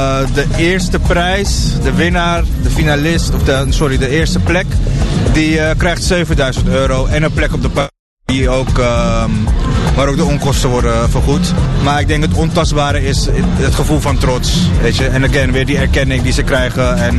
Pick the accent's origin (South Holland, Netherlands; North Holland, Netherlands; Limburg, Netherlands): South Holland, Netherlands; Rotterdam; sinds ik het ken, of we hier wonen en ik ben hier geboren getogen, zijn de brassbands altijd een onderdeel geweest van de Rotterdamse stad